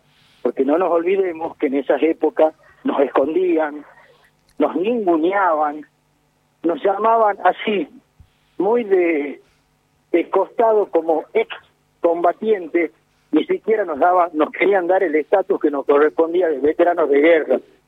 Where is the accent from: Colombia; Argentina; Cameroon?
Argentina; más como somos los argentinos, que somos apasionados, nos ponemos la celeste y blanca.